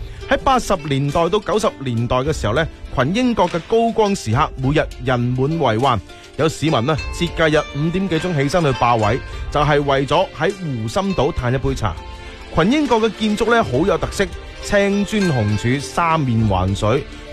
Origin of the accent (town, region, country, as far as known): Foshan, Guangdong, China